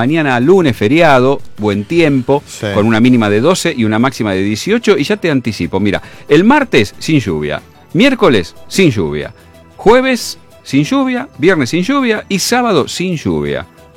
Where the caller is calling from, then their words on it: Ezeiza, Buenos Aires Province, Argentina; ¡Viva la patria! … de Ezeiza.